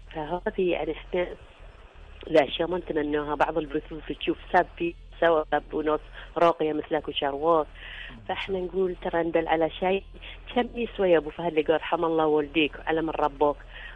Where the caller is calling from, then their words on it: Bahrain; احنا نتصل فيكم من البحرين